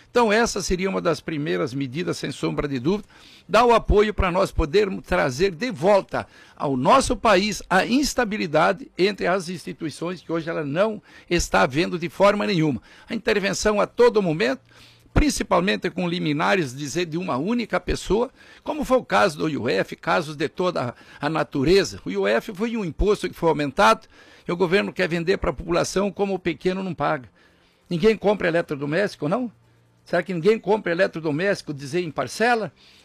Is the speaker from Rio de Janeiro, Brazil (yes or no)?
no; Rio Grande do Sul, Brazil; born there; now in Mato Grosso, Brazil; nasci numa pequena propriedade no Rio Grande do Sul